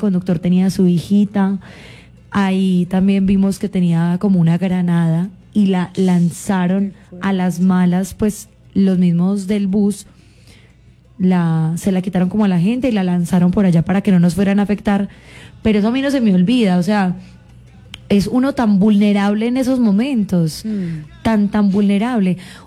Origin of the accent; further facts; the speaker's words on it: Entre Ríos, Antioquia, Colombia; Nosotros somos de Entre Ríos, Antioquia.